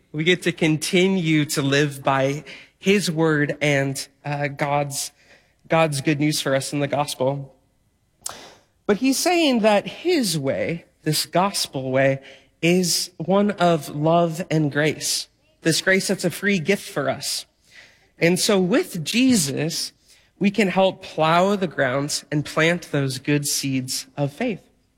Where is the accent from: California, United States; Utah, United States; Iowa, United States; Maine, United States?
Iowa, United States; I'm from Iowa